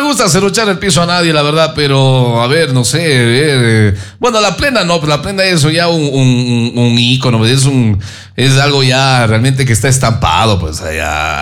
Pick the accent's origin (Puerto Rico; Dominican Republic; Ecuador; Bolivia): Ecuador; yo soy ecuatoriano.